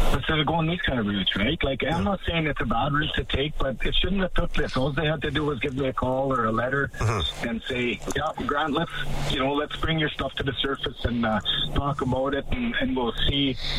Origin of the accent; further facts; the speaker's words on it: St. Paul, Alberta, Canada; So St. Paul is my hometown, Courtney. Mm-hmm. Growing up in St. Paul, my relatives, my uncles, my aunties, my grandparents, no great uncles and aunts and stuff like that, they always talked about St. Paul the Métis and how it was taken.